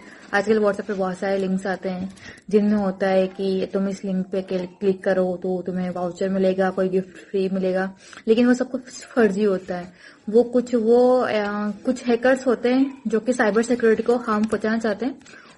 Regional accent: Rajasthan, India; मैं भगवगढ़ 12 राजस्थान से हूँ।

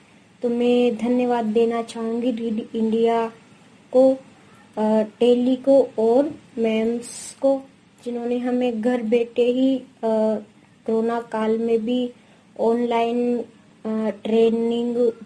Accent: Rajasthan, India; मैं बारा जिले के मुसेन माता गांव की रहने वाली हूँ।

